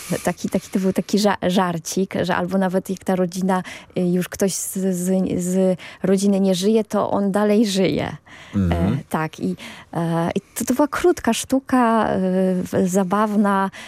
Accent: Paczków, Opole Voivodeship, Poland; Urodziłam się w Paczkowie. To jest takie miasteczko średniowieczne. Ono zachowało swoją strukturę. Ma średniowieczne mury obronne. Jest otoczone, stare miasteczko jest otoczone tymi murami. Są kamieniczki

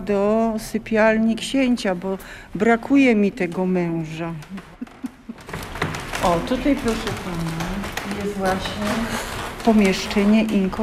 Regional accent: Pszczyna, Silesian Voivodeship, Poland; My tutaj jesteśmy jakby z pradziada. Nie mam takiego, że się tu przyszło, tylko jestem stąd, dziołcha z Pszczyny.

